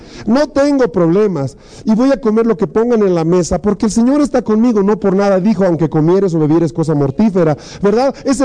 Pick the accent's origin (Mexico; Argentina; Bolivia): Bolivia; Somos bolivianos, tenemos mucha energía, somos a todo terreno, estamos dispuestos casi para comer cualquier cosa.